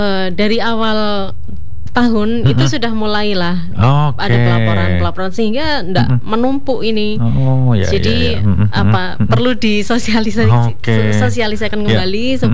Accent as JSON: {"language": "Indonesian", "town": "Kediri", "region": "East Java", "country": "Indonesia", "tie": "born or raised there", "moved": "yes", "lives_now": "Surabaya, Indonesia", "said": "di sini itu tempat kelahiran saya."}